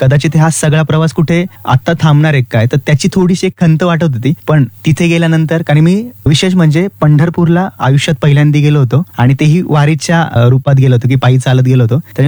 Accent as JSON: {"language": "Marathi", "town": "Nashik", "region": "Maharashtra", "country": "India", "said": "मी नाशिकचा आहे तर मला इथे जवळ घर होतं माझं."}